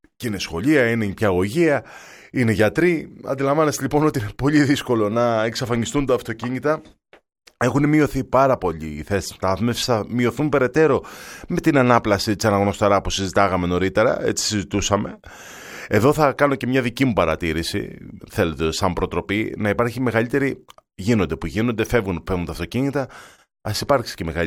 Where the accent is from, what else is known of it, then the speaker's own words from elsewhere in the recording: Kalamata, Peloponnese, Greece; Εγώ πρώτη φορά ζώντας, μεγαλώνοντας εκεί στη Φαρών προς το κέντρο